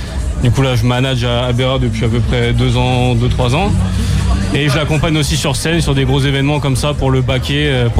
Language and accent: French; Lisieux, Normandy, France; moved away as an adult; now in Caen, France; parce qu'on est originaire de Lisieux avant d'arriver à Caen pour les études.